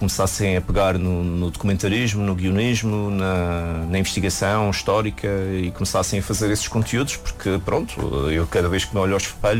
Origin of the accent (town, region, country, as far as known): Madeira, Portugal